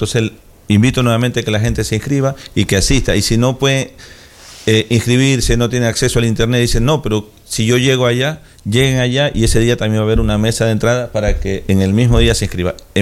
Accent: Rocafuerte, Manabí, Ecuador; moved away as an adult; now in Manta, Ecuador; Yo estudié acá en Manta, yo soy de Rocafuerte, yeah, mi esposa es de acá en Manta, yo estudié acá en Manta, la mitad de la vida hemos estado acá.

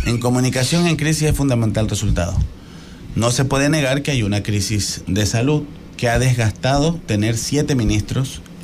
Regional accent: Ecuador; yo soy ecuatoriano

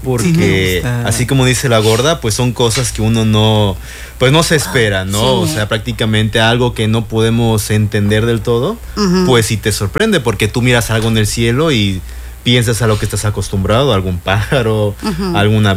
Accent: Yucatán, Mexico; como típicos yucatecos, les encanta la hamaca, pues yo siempre he sido más de dormir en la hamaca.

